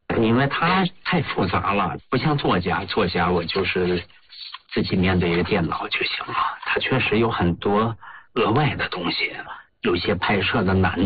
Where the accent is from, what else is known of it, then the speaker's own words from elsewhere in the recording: Heilongjiang, China; 就因为我本身是黑龙江人嘛，小时候文物多，我对那块土地特别熟悉嘛